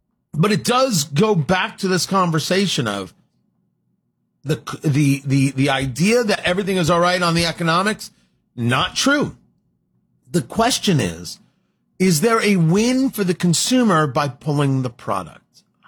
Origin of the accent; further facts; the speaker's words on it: New Jersey, United States; growing up in Jersey, the idea that things had to be sliced paper thin